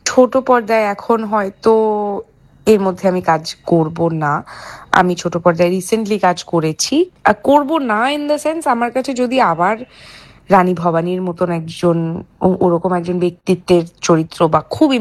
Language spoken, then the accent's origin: Bangla; West Bengal, India; একজন বাঙালি হয়ে বা একজন ইন্ডিয়ান হয়ে